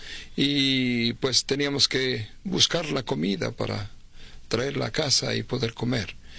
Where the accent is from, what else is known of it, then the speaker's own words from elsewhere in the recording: Mexico City, Mexico; born there; Yo nací en la Ciudad de México, de una familia muy pobre.